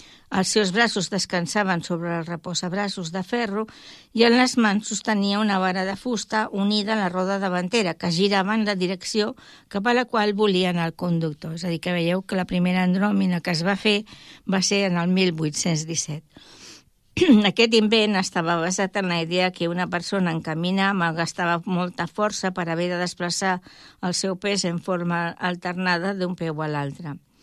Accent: Barcelona, Catalonia, Spain; jo sóc barcelonina

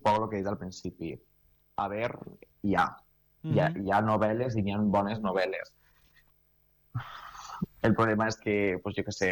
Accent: Vila-real, Valencian Community, Spain; jo soc del País Valencià, soc de Vila-real

